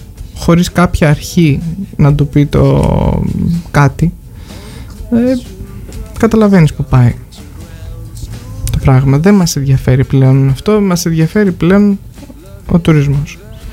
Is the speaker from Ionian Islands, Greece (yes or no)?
yes; Zakynthos, Ionian Islands, Greece; Σαν ζακυνθινός λαός του σήμερα.